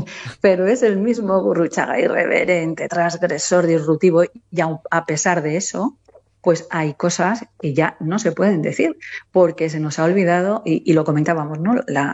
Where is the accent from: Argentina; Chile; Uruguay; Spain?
Spain; Soria, Castile and León; pero hoy me ha tocado Soria, que es mi tierra, mi casa.